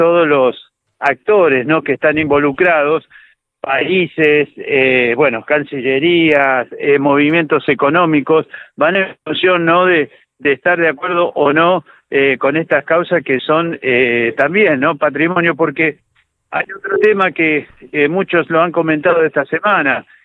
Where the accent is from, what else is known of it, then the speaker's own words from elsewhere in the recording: Argentina; A nosotros como argentinos nos hace muy bien, ¿no?